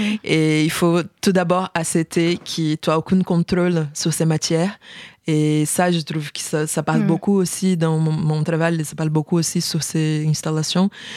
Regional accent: Rio de Janeiro, Brazil; French is a second language; un voyage d'exploration qui est arrivé à, chez moi, à Rio de Janeiro.

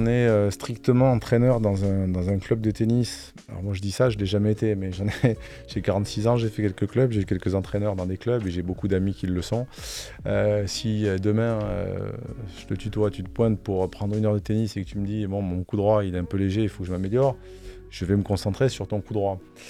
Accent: Occitanie, France; moi j'ai grandi vers Perpignan

